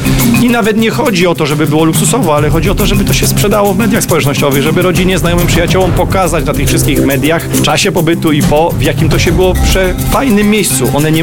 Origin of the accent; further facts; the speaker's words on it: Lesser Poland, Poland